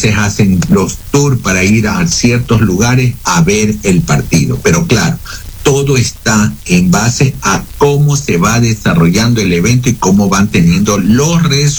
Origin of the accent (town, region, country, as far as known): Ecuador